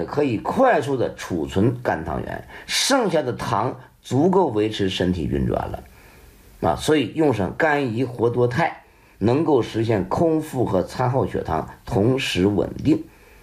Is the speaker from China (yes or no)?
yes; China; 让世界见识到我们中国人的智慧以及在医学领域的尊严。